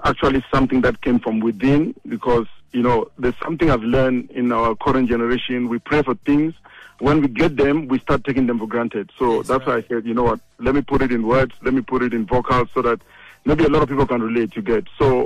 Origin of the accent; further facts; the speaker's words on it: Cameroon; English is a second language; You know, like you rarely know, I'm from Cameroon.